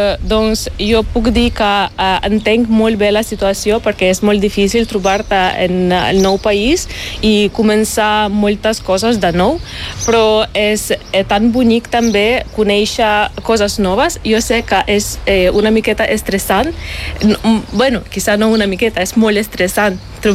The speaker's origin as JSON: {"language": "Catalan", "region": "Western Ukraine", "country": "Ukraine", "second_language": "Catalan", "said": "Exacte, sí. Teníem ucraïnès en l'escola, en guarderia"}